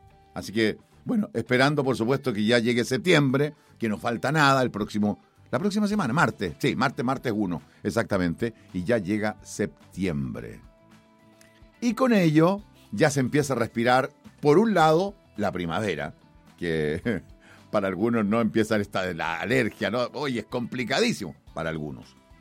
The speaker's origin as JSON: {"language": "Spanish", "country": "Chile"}